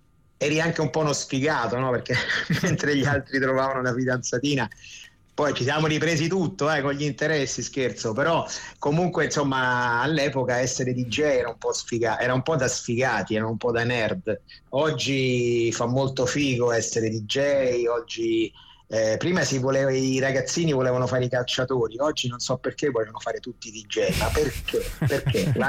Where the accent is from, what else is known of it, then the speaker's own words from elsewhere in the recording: Rome, Lazio, Italy; l'Italia è sempre il mio paese, Roma soprattutto è la mia città, quindi comunque mi fa bene stare un po' qua e un po' di là.